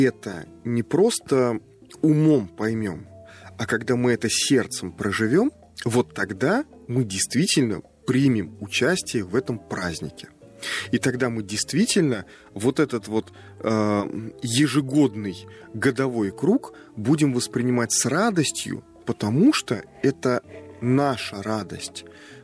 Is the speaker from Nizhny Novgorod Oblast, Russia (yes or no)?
yes; Nizhny Novgorod Oblast, Russia; Ну, я же нижегородец, ну, я же тоже, как бы, я член церкви Нижегородской земли.